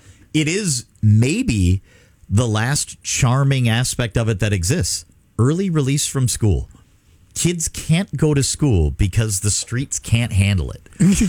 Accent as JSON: {"language": "English", "town": "Milwaukee", "region": "Wisconsin", "country": "United States", "tie": "born or raised there", "said": "Growing up in the Milwaukee area"}